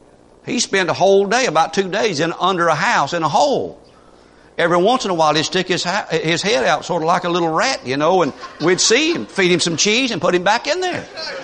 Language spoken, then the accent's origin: English; United States; we as Americans, we got our rights.